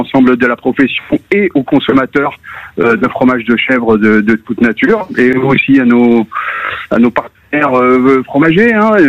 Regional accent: Lyon, Auvergne-Rhône-Alpes, France; moved away; je suis lyonnais d'origine

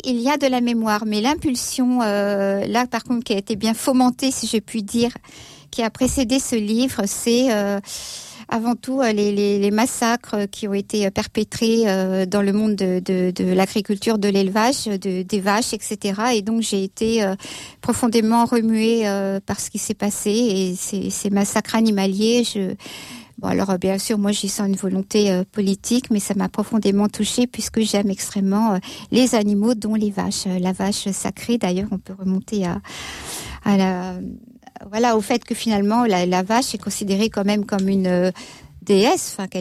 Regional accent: Paris, Île-de-France, France; born there; also born or lived in Côte-d'Or, Burgundy; now in Dijon, France; Alors, je suis née à Paris, à Belleville

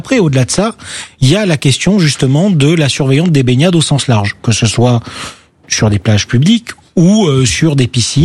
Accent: Marseille, Provence-Alpes-Côte d'Azur, France; je suis Marseillais.

